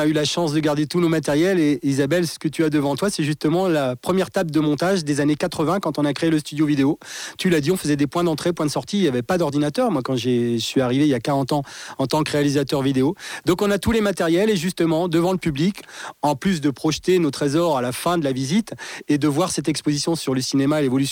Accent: Laval, Pays de la Loire, France; born there; moi je suis né à Laval

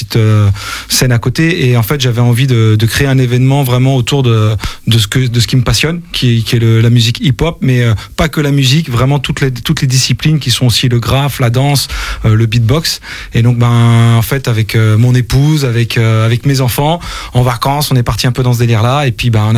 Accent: Auvergne-Rhône-Alpes, France; also born or lived in Lyon / Saint-Étienne; now in Vendée, France; Moi, j'ai grandi dans la région Rhône-Alpes. Je suis né à Lyon, mais je suis un Stéphanois de cœur parce que j'ai grandi à Saint-Etienne, tu vois, un peu entre les deux.

